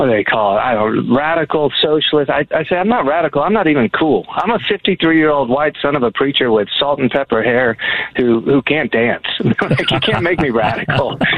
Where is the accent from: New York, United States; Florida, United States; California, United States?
Florida, United States; Miami; Yeah, I grew up in Miami during the Mariel boat lift when we rounded up Cuban refugees and we put them in the Orange Bowl behind a chain link fence.